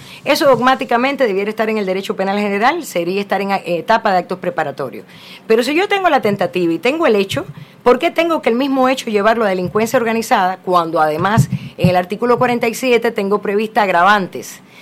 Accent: Guayaquil, Guayas, Ecuador; también soy guayaquileña

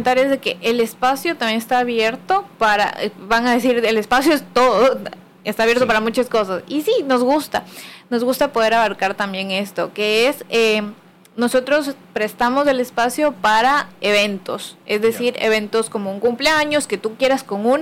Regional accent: Quito, Pichincha, Ecuador; moved away as an adult; now in Guayaquil, Ecuador; como me pueden escuchar por el acento, yo soy de Quito. Soy de Quito, vine acá a estudiar artes a Guayaquil.

